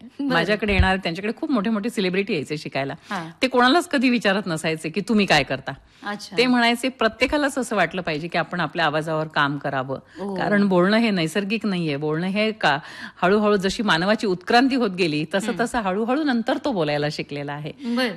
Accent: Latur, Maharashtra, India; moved away as an adult; also born or lived in Aurangabad / Mumbai / Goa / Satara; माझं सगळं बालपण लातूरला गेलं, मराठवाड्यात. पोस्ट ग्रॅज्युएशन मी औरंगाबादला केलं आणि करिअर सगळं मुंबईत केलं. पण मधल्या काळात आमच्या पोस्टिंग वेगवेगळ्या ठिकाणी होत गेल्या. काही काळ आम्ही गोव्यात होतो, काही काळ साताऱ्याला होतो, काही काळ पुण्यात होतो

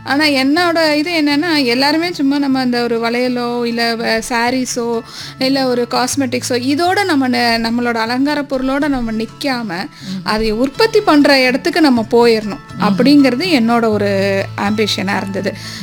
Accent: Coimbatore, Tamil Nadu, India; கொங்கு நாடு தான், கோயம்புத்தூர் தான். பக்கா கோயம்புத்தூர் பொண்ணு தான்.

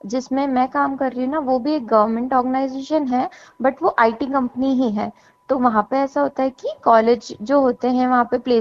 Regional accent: Ratlam, Madhya Pradesh, India; मैं रतलाम मध्य प्रदेश की रहने वाली हूँ।

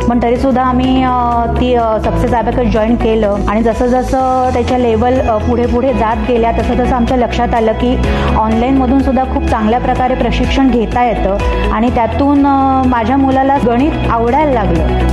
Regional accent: Pune, Maharashtra, India; हे साताऱ्याचे असल्यामुळे आणि आम्ही पुण्याचे, तर हे कसं साध्य होणार?

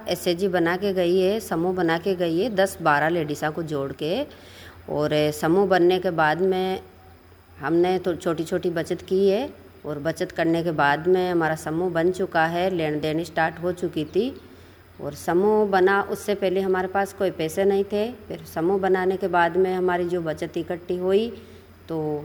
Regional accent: Asnawar, Rajasthan, India; मैं असनावर की रहने वाली हूँ, जिला झालावाड़ की।

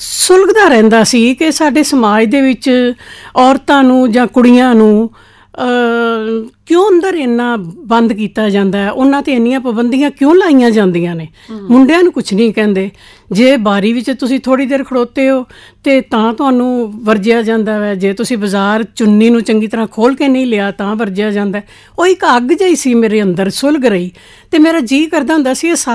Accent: Amritsar, Punjab, India; ਮੈਂ ਅੰਮ੍ਰਿਤਸਰ ਵਿੱਚ ਹੀ ਜੰਮੀ ਅਤੇ ਅੰਮ੍ਰਿਤਸਰ 'ਚ ਹੀ ਵੱਡੀ ਹੋਈ ਹਾਂ।

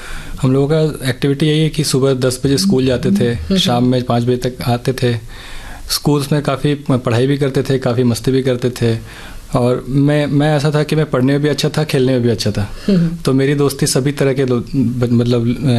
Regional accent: Katras, Jharkhand, India; moved away as an adult; also born or lived in Dhanbad; now in Ranchi, India; मैं धनबाद का रहने वाला हूँ। धनबाद में एक छोटा सा टाउन है कतरास। मेरा बचपन वहीं बीता है, मेरी 10th तक की पढ़ाई वहीं पे हुई है और फिर 11th-12th मेरी धनबाद में हुई है।

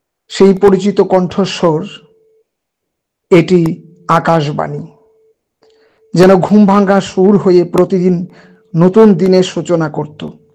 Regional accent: Kakraban, Tripura, India; born there; now in Agartala, India; আমার জন্ম হয়েছিল কাকড়াবনে, যদিও বর্তমানে কাজের নিরিখে আমাকে আগরতলায় থাকতে হয়।

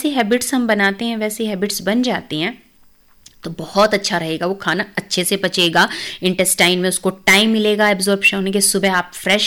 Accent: Jind, Haryana, India; मैं जींद से बिलोंग

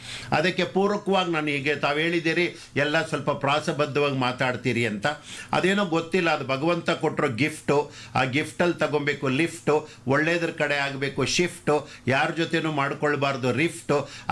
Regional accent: Hosakote, Karnataka, India; ನಮ್ಮ ಹೊಸಕೋಟೆ ತಾಲೂಕು ಅರೆಹಳ್ಳಿ ಗ್ರಾಮ ಕಲ್ಕುಂಟೆ ಅಗ್ರಹಾರ ಅನ್ನೋ ಶ್ರೀ ರಂಗನಾಥ ಪ್ರೌಢಶಾಲೆಯಲ್ಲಿ ನಂದು 10ನೇ ತರಗತಿ ತನಕ ವಿದ್ಯಾಭ್ಯಾಸ.

